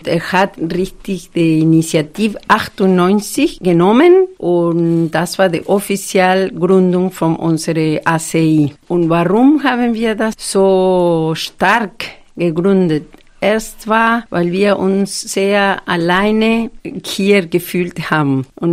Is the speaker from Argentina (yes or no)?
yes; Argentina; German is a second language; weil ich komme aus Argentinien, aber wusste ich viele Sachen, zum Beispiel über Mexiko, über Kolumbien, über Brasilien.